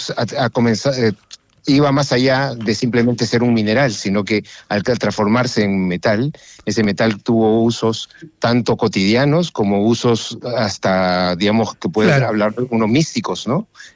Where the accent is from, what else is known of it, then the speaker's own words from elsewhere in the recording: Chimbote, Ancash, Peru; como yo soy de Chimbote es un puerto y siempre está obligado al mar, siempre está cerca del mar